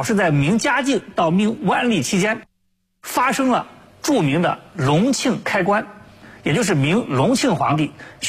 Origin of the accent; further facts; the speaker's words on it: China; 我们中国人做的很多名菜啊，比如说醋溜土豆丝、新疆大盘鸡、土豆烧牛肉，哪一道菜能够离开土豆呢？